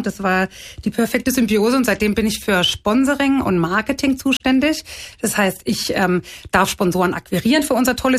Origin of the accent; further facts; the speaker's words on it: Cologne, North Rhine-Westphalia, Germany; born there; moved away; ich bin in Köln geboren. Mein Papa war schon Trainer, Besitzertrainer. Meine Mutter hat im Gestüt gelernt, in einem Vollblutgestüt. Und die haben zusammen in Köln auf der Pferderennbahn gearbeitet. Da wurden wir dann geboren.